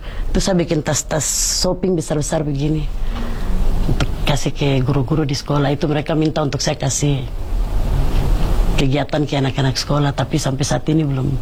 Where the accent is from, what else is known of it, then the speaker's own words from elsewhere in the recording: Papua, Indonesia; tolong jaga ini hasil budaya kami orang Papua.